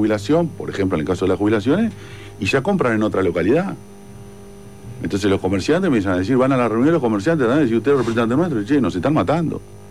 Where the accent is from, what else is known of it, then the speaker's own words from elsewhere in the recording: Uruguay; somos tan uruguayos